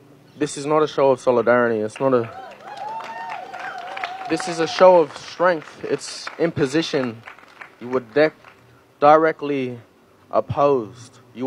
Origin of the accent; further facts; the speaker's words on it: New South Wales, Australia; I don't recognize Australia. I'm not Australian. I'm Gomeroi. I'm Dungari. Yeah. I'm Binsbury. Me. I'm mob.